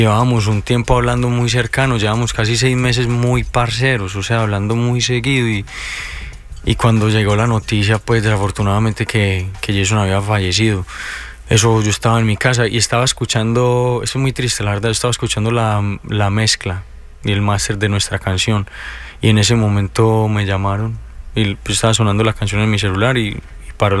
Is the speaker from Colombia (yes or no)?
yes; Colombia